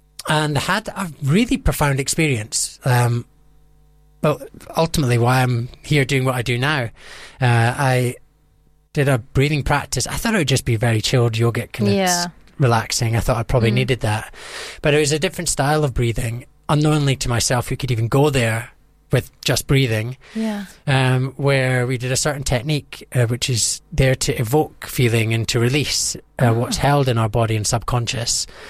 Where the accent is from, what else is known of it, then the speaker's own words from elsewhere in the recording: Scotland, United Kingdom; I'm from Scotland.